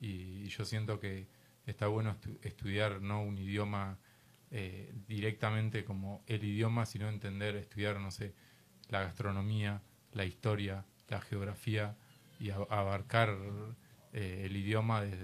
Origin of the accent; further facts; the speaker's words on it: Argentina; somos italianos y somos españoles, en un 80% de nuestra sangre, de nuestras raíces argentinas, viene de Italia y de España, y nosotros no hablamos español. realidad hablamos castellano de Castilla.